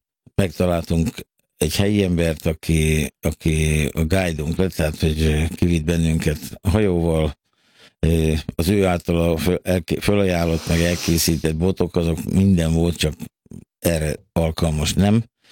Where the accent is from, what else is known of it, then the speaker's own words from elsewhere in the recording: Hungary; mi magyarok vagyunk